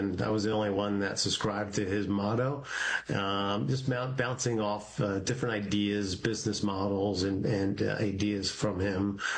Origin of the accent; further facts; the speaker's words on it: Pennsylvania, United States; So from outside Philadelphia, the main line, grew up, I have two older brothers and an older sister. I'm the youngest.